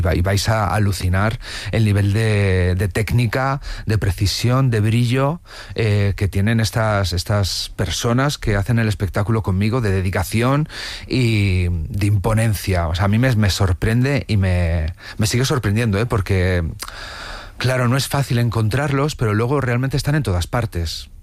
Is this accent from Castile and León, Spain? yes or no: yes; La Cistérniga, Castile and León, Spain; Desde pequeño, yo llegué a mi pueblo, en La Cisterniga, en Valladolid